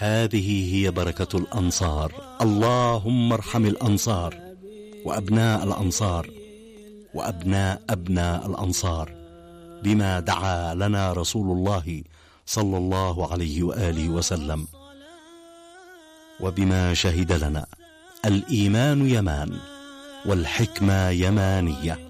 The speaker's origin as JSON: {"language": "Arabic", "country": "Yemen", "said": "لولا هذا العدوان وهذا الحصار المستمر على بلادنا اليمن على مدى 12 عاما"}